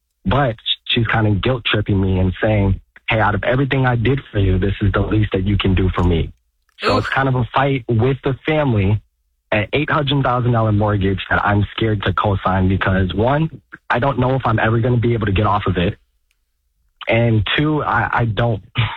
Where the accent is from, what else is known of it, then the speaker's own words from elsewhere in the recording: Wisconsin, United States; moved away; We are from Wisconsin, and my mom, she does pretty good financially. She's a doctor, but she wanted all of us to go to college.